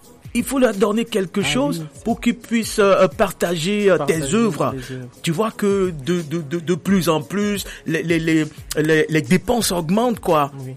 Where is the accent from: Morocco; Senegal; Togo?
Togo; chez nous au Togo.